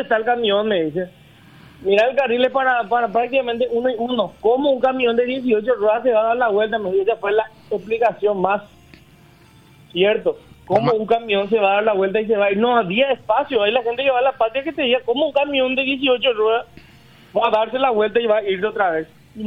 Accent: Paraguay; yo soy un paraguayo

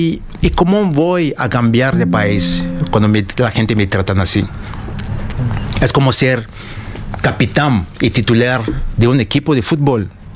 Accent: Cameroon; moved away as an adult; now in Paraguay; soy viejo también, tengo 47 años, 48 ya. Bueno, sí. Entonces ya pasé, imagínense, ya pasé más de la mitad de mi vida acá en Paraguay. Acá. Conozco más a Paraguay que Camerún.

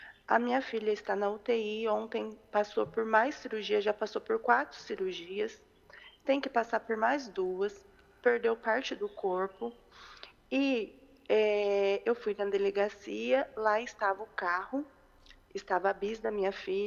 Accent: Barretos, São Paulo, Brazil; moved away; Minha filha está no hospital, eu estou em outro país, eu sou de Barretos.

